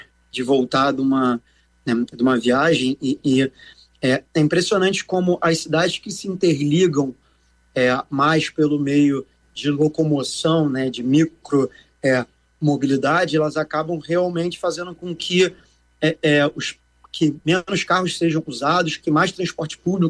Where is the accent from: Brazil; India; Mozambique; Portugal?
Brazil; Rio de Janeiro; a gente poder aceitar como os cariocas, e agora eu falando como carioca